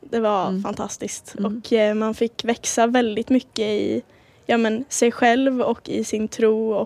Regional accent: Habo, Jönköping County, Sweden; jag kommer från Habo.

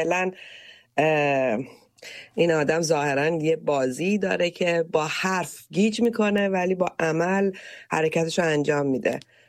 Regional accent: Iran; moved away; تک تک ما ایرانی های ایران دوست و عاشق سرزمینمون

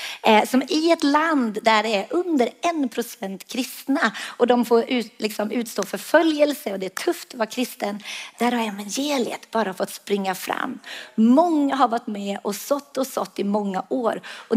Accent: Sweden; Jag stod med tolken och skulle förklara att ja, vi kommer ju från Sweden.

